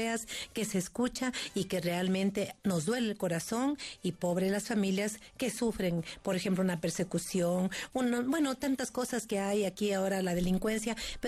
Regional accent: Ecuador; yo también soy ecuatoriana

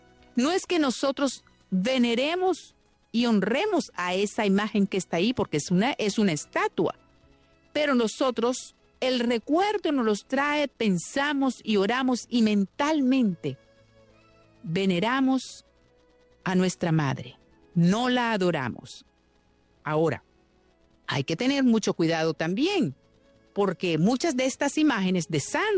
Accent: Nicaragua; Yo quiero decirle a todo mi pueblo de Nicaragua este saludo.

